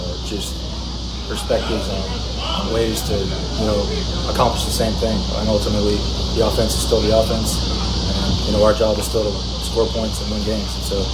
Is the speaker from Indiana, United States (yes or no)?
yes; Indiana, United States; now in Mississippi, United States; I'm from Indiana